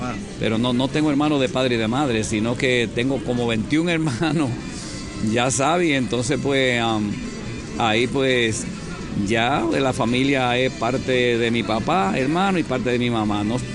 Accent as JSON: {"language": "Spanish", "country": "Dominican Republic", "tie": "born there", "also_born_or_lived": "Puerto Rico", "moved": "yes", "said": "vengo de la República Dominicana, nací allá y parte de todo me crié parte en Puerto Rico."}